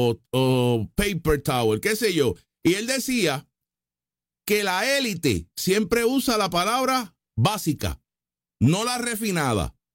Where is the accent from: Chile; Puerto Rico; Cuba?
Puerto Rico; yo soy puertorriqueño como la R, que pues como carro